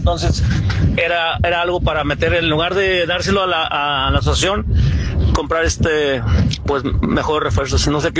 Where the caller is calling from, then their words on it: California, United States; de Los Estados Unidos, California.